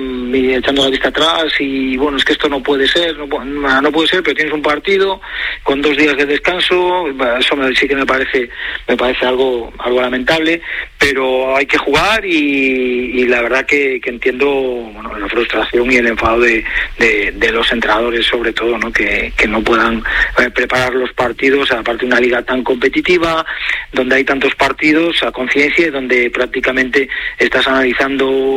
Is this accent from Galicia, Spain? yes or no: yes; Nigrán, Galicia, Spain; Aquí por esta zona, pues imagínate, aquí me crié en el Celta con 10, 12 años hasta los 20.